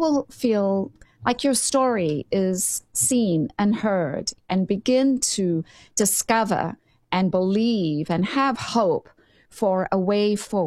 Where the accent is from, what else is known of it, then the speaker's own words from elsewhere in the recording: South Africa; I grew up in South Africa in a family deeply shaped by faith, ministry, psychology, and helping people.